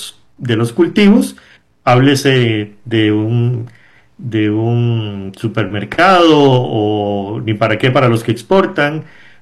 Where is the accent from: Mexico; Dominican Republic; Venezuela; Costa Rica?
Costa Rica; Y nosotros como costarricenses debemos de sentirnos orgullosos de tener este gran país